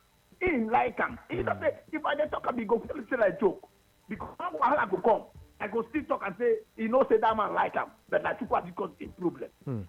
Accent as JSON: {"language": "English", "country": "Nigeria", "said": "We are Nigerian"}